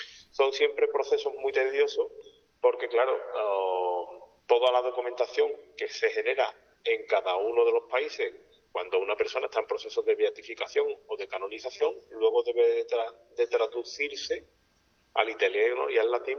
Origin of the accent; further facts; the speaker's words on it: Seville, Andalusia, Spain; Estás buscando un poco un paralelismo con mi ciudad natal, con Sevilla.